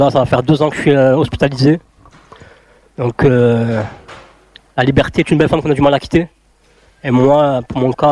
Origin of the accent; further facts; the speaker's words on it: Algeria; Et moi je suis un Algérien, donc les Algériens sont habitués aux fortes chaleurs.